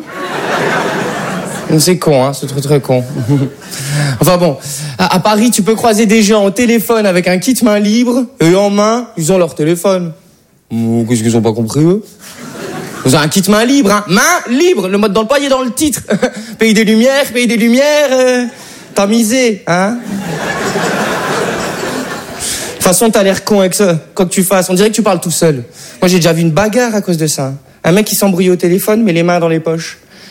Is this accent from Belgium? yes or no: yes; Belgium; Ouais, parce que je suis belge et français, mais pour ce que je veux. Pour le football, je suis belge. Mais pour la gastronomie, là je suis français.